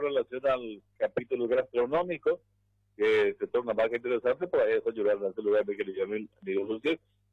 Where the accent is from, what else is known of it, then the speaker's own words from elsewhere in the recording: Cordillera, Paraguay; Atirá está cerca de mi pueblo, Atirá, Tobatí, muy cerca, está pegadito.